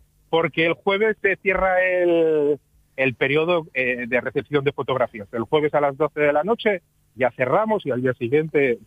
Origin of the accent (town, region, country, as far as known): Asturias, Spain